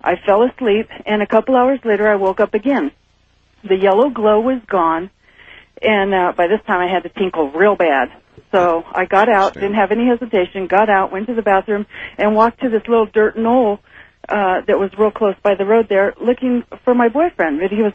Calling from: Carson City, Nevada, United States; hi. I'm calling from Carson City.

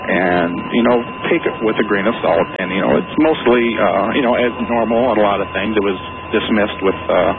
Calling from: Ohio, United States; We're in Ohio.

